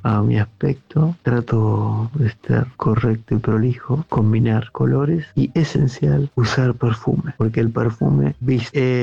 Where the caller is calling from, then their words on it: La Plata, Buenos Aires Province, Argentina; de La Plata.